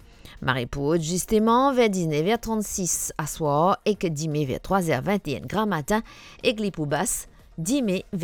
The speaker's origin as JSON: {"language": "French", "country": "Mauritius", "said": "chez nous à Maurice"}